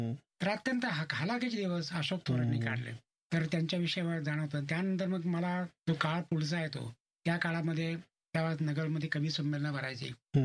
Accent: Maharashtra, India; also born or lived in Nevasa; माझं गाव रुद्रेश्वर देवस्थान जवळ

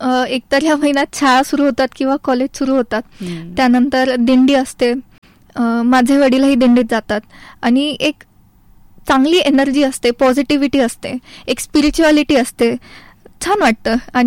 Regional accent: Ahilyanagar, Maharashtra, India; मी मूळची अहिल्यानगरचीच.

